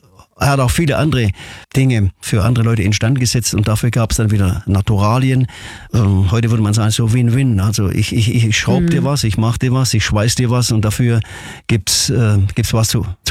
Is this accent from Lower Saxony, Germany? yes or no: no; Ulm, Baden-Württemberg, Germany; Also meine Sturm- und Drangzeit, meine ganze wichtigen Jahre habe ich eigentlich auf dem Eselsberg verbracht.